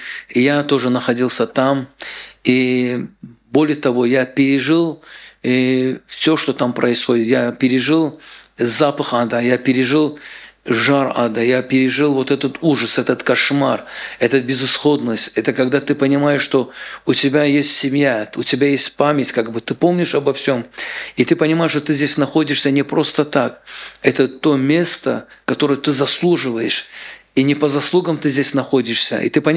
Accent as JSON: {"language": "Russian", "town": "Baku", "country": "Azerbaijan", "moved": "yes", "lives_now": "Israel", "said": "я в Баку как бы был евреем. И у меня отец еврей, приехал в Израиль."}